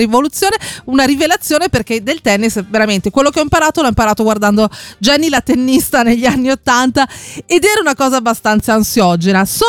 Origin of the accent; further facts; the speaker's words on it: Milan, Lombardy, Italy; accent: Milanese; La bicicletta mi è uscita proprio da milanese.